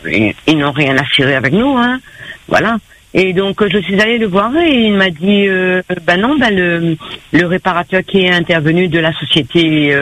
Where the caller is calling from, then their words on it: Le Tampon, Réunion; Moi, j'habite au Tampon, au 37 rue du Tampon, dans l'immeuble de la CEMADER.